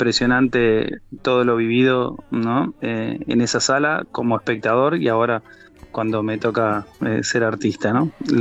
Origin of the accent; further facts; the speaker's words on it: Uruguay; now in Argentina; es mi país, mi pueblo, siempre estoy volviendo a Uruguay cada vez que puedo